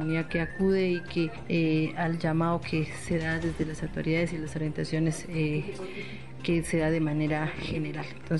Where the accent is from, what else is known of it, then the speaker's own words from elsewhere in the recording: Colombia; somos pueblos indígenas, pero somos colombianos y tenemos los mismos derechos que cualquier otros colombianos.